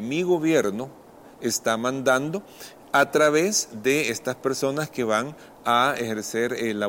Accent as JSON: {"language": "Spanish", "country": "El Salvador", "said": "Yo como ciudadano salvadoreño, evidentemente yo no puedo ir a Venezuela a ayudar"}